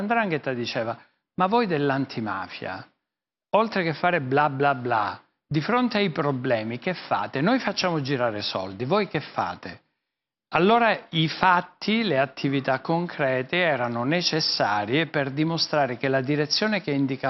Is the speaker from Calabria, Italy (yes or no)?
yes; Calabria, Italy